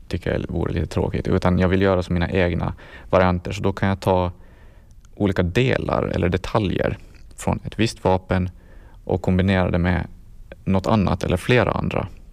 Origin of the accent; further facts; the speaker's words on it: Jomala, Åland, Åland Islands; jag gick här i skolan när jag var liten i Vikingåsen.